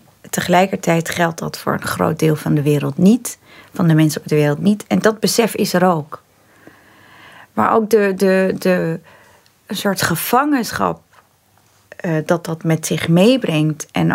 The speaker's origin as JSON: {"language": "Dutch", "country": "Netherlands", "tie": "born there", "said": "Ik ben in Nederland geboren."}